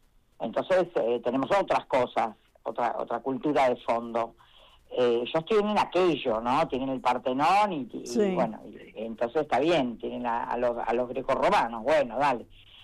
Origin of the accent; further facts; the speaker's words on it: Argentina; Somos Argentina con Maradona, con Messi, no se puede ni empezar a hablar.